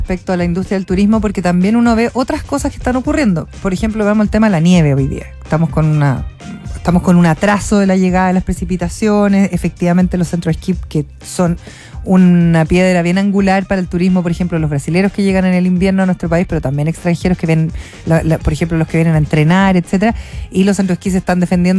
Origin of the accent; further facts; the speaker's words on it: Chile; como chilenas, como chilenos de nuestro país